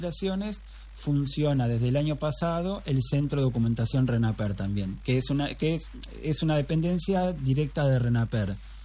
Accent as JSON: {"language": "Spanish", "region": "Buenos Aires", "country": "Argentina", "tie": "born there", "moved": "as an adult", "lives_now": "Concepción, Argentina", "said": "mis papás vivían en Buenos Aires, pero claro, siempre vinimos acá a la ciudad a veranear, tenemos claro, una casa familiar y demás. Y bueno, después mi papá en pandemia decidió venirse a vivir acá y atrás claro, me vine yo también."}